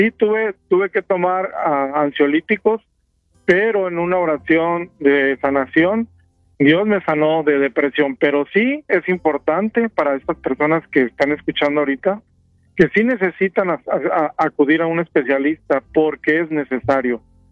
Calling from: Houston, Texas, United States; De Houston, Texas, padre.

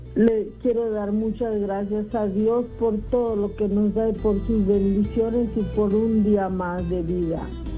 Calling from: Bellflower, California, United States; Estoy hablando de Bellflower, California.

